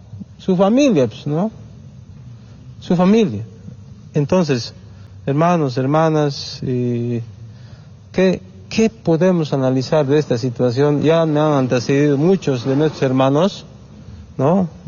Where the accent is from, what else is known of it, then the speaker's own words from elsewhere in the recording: Bolivia; Nosotros como bolivianos queremos que el presidente se ponga pues la camiseta de Bolivia